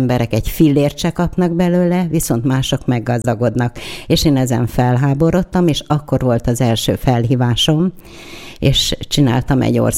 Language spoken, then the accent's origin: Hungarian; Tatabánya, Komárom-Esztergom, Hungary; Tatabányáról jöttem